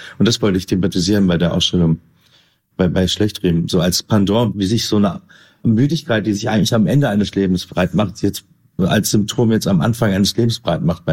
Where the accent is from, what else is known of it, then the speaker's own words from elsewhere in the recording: Berlin, Germany; Also ich bin in Kreuzberg groß geworden, war auf der Grundschule und habe eigentlich Theater gespielt in der Theater AG.